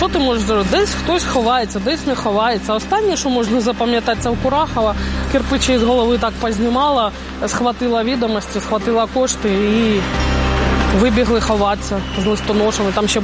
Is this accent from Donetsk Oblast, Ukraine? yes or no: yes; Bakhmut, Donetsk Oblast, Ukraine; moved away as an adult; Я з Бахмуту.